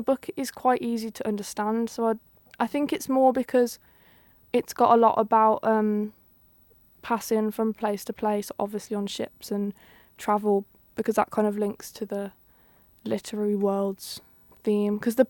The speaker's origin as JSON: {"language": "English", "town": "Halesowen", "region": "West Midlands", "country": "United Kingdom", "said": "they asked me where I'm from, and I say, how's Owen? I'm from Colleygate, but I say, how's Owen?"}